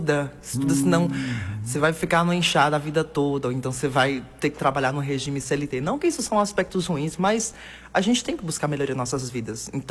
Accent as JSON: {"language": "Portuguese", "town": "Bom Jesus da Lapa", "region": "Bahia", "country": "Brazil", "tie": "born or raised there", "moved": "as an adult", "lives_now": "Caetité, Brazil", "said": "eu sou natural de Bom Jesus da Lapa, sou da periferia da cidade"}